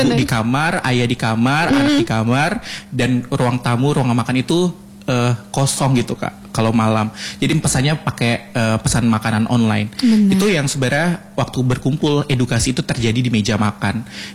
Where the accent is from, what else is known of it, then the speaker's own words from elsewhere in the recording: Jambi, Indonesia; kalau dari sebagai anak Jambi kak